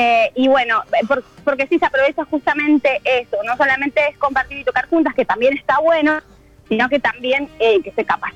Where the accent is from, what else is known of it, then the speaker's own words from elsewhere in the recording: Rosario, Santa Fe, Argentina; moved away as an adult; now in Mexico; sos argentina, ¿de dónde? De Rosario.